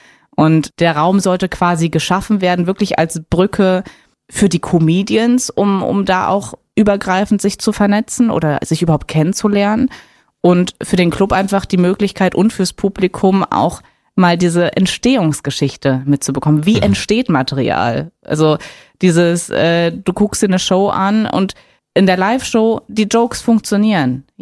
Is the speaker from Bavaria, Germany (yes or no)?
no; Potsdam, Brandenburg, Germany; accent: Potsdam High German; ich mach den Potsdamer Hochdeutsch.